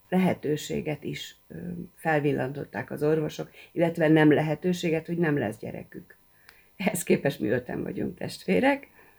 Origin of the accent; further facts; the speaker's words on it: Budapest, Hungary; Budáról és a Szent Imre városból